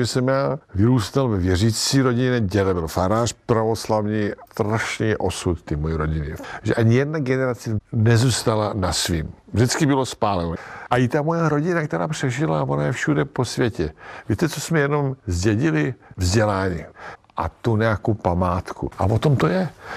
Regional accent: Serbia; now in Czech Republic; já jsem hrdý na to, že jsem Srb a stejně jsem hrdý, že mám české občanství.

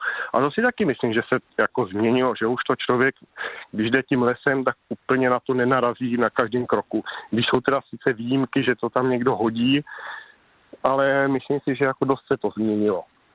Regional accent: Plzeň Region, Czechia; now in near Plzeň, Czech Republic; já taky vlastně pocházím kousek od Berounky, nebo vlastně jsem žil u Berounky.

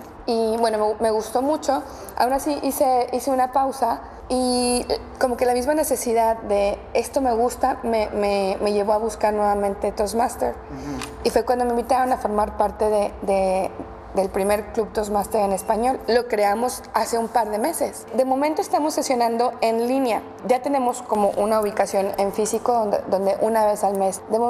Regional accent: Mexico; Mexicanos, yo soy mexicana, sí.

